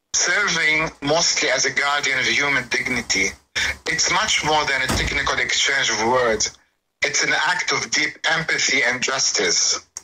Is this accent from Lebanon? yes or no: yes; Lebanon; now in Sydney, Australia; Growing up in Lebanon, it's a country where history, resilience and linguistic multiplicity intersect daily.